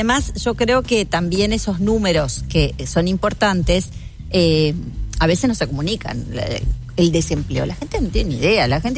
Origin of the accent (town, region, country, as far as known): Uruguay